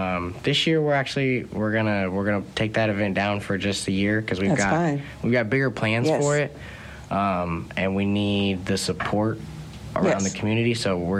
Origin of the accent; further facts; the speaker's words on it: Illinois, United States; moved away as an adult; now in Sedalia, United States; I grew up with small town values. I grew up in Illinois